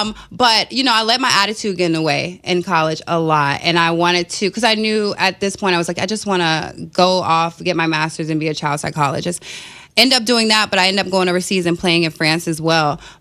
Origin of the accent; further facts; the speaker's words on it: Vero Beach, Florida, United States; because I'm from Vero Beach, Florida, and it's where the Dodgers used to spring train at. So I was a little Dodger growing up.